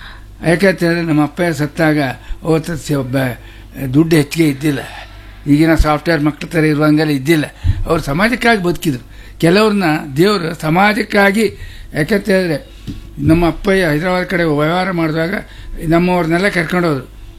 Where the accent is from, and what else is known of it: Udupi district, Karnataka, India; born or raised there; now in Hyderabad, India